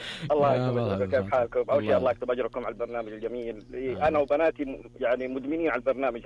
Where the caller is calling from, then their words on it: Dammam, Eastern Province, Saudi Arabia; اليوم احنا متحمسين من الدمام